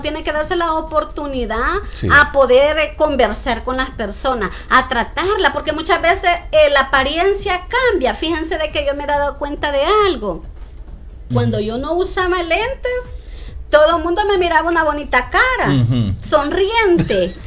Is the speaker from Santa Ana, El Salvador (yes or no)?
yes; Santa Ana, El Salvador; now in Metapán, El Salvador; Yo soy de Santa Ana, pero yo tengo 35 años de estar acá.